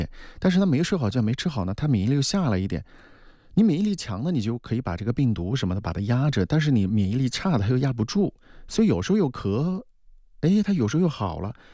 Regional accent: Wuhan, Hubei, China; 我们武汉人就说

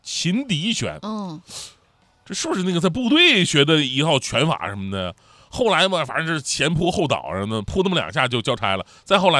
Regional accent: Northeast China, China

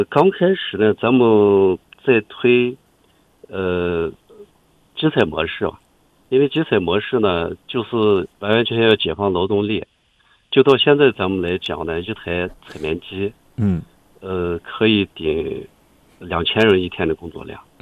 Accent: Shawan, Xinjiang, China; born there; 我本身就土生土长的庄稼人嘛

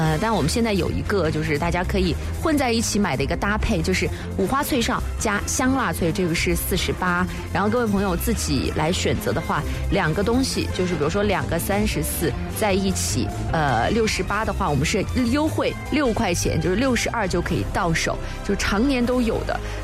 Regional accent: Guizhou, China; 但在我们的贵州，就是遵义的话，是吃着这个豆花的

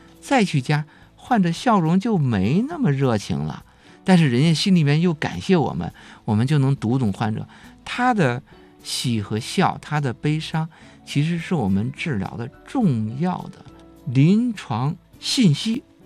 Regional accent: China

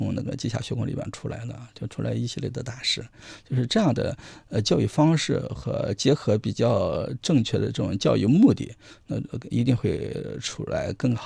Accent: Shandong, China; 它对中国历史的发展非常非常之重要，而且离我的老家很近啊。

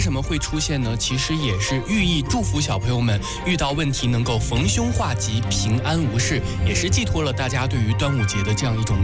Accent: Suqian, Jiangsu, China; 我的家乡宿迁了。

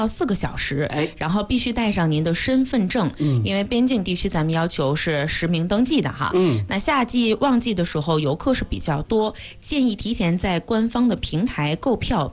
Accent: Manzhouli, Inner Mongolia, China; 我的家乡在满洲里，然后那个我们的具体生活的地点叫扎莱诺尔

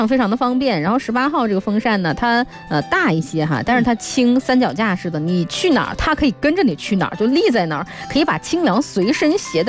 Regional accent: northern China, China; now in Guangdong, China; 我们作为北方人

